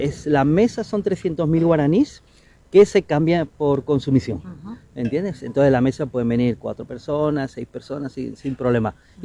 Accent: Spain; now in Villarrica, Paraguay; platos de mi tierra, españoles

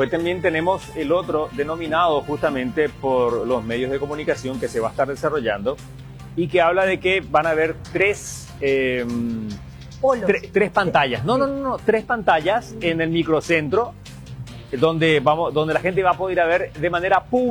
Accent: Paraguay; nosotros como ciudadanos paraguayos, aquí en nuestro querido país, en América Latina, en el corazón del Mediterráneo.

